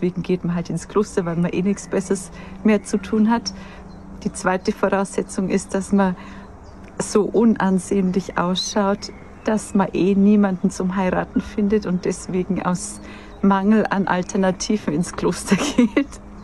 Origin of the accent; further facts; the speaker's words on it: Pottenstein, Bavaria, Germany; bei uns in der Heimatpfarrei, ich komme aus Pottenstein, das ist nur Viertelstunde entfernt von Auerbach